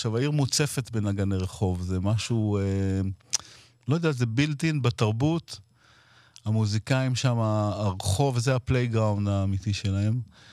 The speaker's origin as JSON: {"language": "Hebrew", "town": "Ashdod", "region": "Southern District", "country": "Israel", "tie": "born or raised there", "said": "בתכלס זה הזכיר לי את אשדוד, המקום שגדלתי בו."}